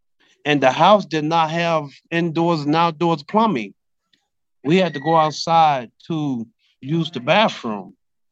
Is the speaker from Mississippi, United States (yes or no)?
yes; Jonestown, Mississippi, United States